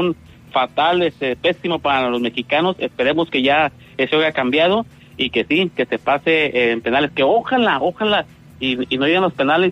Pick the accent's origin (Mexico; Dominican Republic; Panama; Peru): Mexico; y pues sobre todo convivir ahí como mexicanos y ver este partido